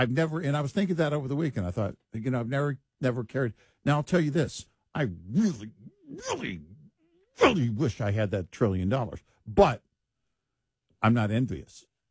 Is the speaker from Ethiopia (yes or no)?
no; Scotland, United Kingdom; Well, I have to start with the fact that I'm Scottish, so that's not going to fly.